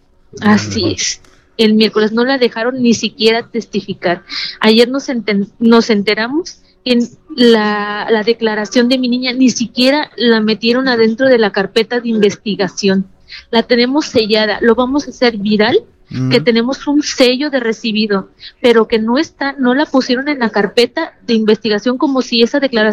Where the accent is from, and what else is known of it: Poza Rica, Veracruz, Mexico